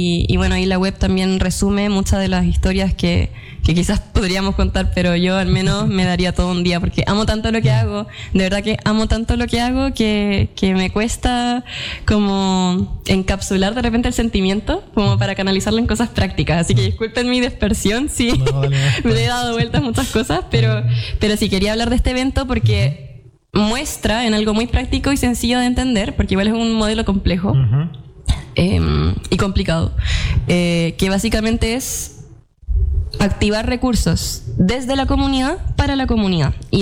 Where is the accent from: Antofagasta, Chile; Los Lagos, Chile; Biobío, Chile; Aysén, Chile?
Biobío, Chile; Concepción; also born or lived in Los Ángeles, Chile; yo que nací en Los Ángeles, criada acá en Concepción